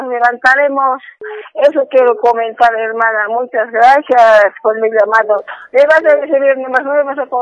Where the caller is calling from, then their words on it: La Paz, Bolivia; Soy el mando de La Paz